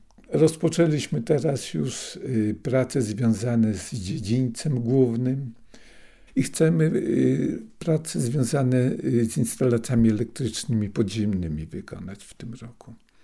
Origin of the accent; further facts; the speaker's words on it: Supraśl, Podlaskie Voivodeship, Poland; born there; first language Russian; Polish is a second language